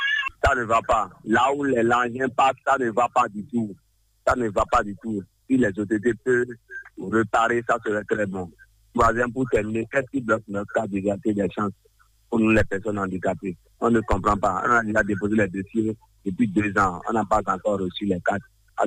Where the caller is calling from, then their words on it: Ouidah, Atlantique, Benin; c'est fort, depuis Ouida.